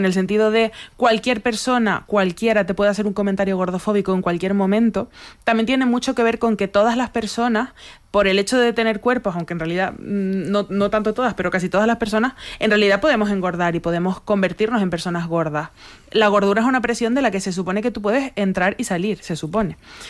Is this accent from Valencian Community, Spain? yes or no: no; Canary Islands, Spain; Yo como persona canaria esto lo vivo muchísimo, el haber empezado a escribir hablando en peninsular y luego cómo voy a hablar de mi pueblo en otro lenguaje, ¿no? Que no sea el mío.